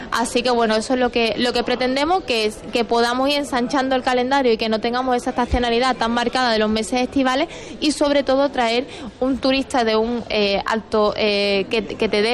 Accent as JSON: {"language": "Spanish", "area": "Huelva", "region": "Andalusia", "country": "Spain", "said": "como se come en Huelva, que somos la despensa de Europa"}